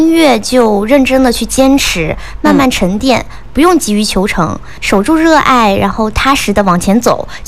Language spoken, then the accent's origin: Chinese; Pingnan, Fujian, China; 来平南一定要逛逛我的老家龙潭古村，这也是我从小长大的地方